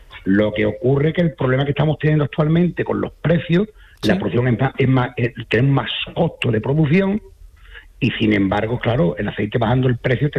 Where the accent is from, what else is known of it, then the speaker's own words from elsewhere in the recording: Villanueva de San Juan, Andalusia, Spain; Villanueva de San Juan, que es un pueblo muy bonito, y además te comento que somos de la Sierra Sur de Sevilla, y somos un pueblo muy desconocido